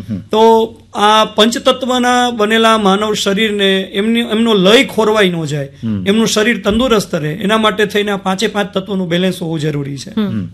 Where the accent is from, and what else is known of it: Gujarat, India